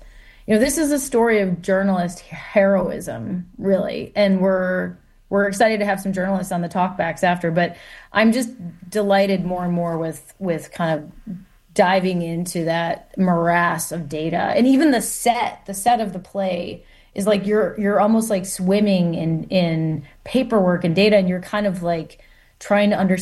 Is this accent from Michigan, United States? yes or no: yes; Michigan, United States; I think, to me, growing up in Michigan, I was born in 1979, grew up in the 80s. It was a union place.